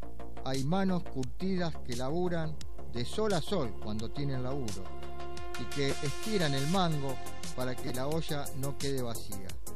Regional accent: Argentina

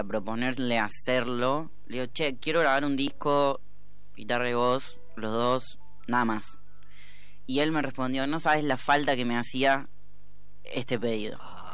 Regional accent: Laguna Larga, Córdoba, Argentina; Yo soy un pueblo de Córdoba que se llama Laguna Larga.

